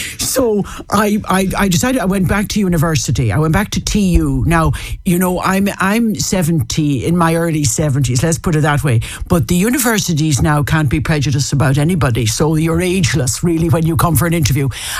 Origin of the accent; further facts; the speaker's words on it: Foxford, Connacht, Ireland; born there; I was born in Foxford in Mayo.